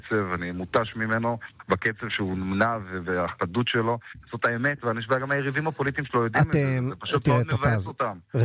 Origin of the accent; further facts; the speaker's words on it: Ashkelon, Southern District, Israel; אני אגב אשקלוני, גדלתי באשקלון